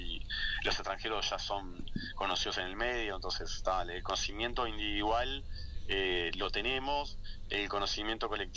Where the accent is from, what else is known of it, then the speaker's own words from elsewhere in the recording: Montevideo, Uruguay; yo salí de Montevideo, también arranqué en Montevideo como entrenador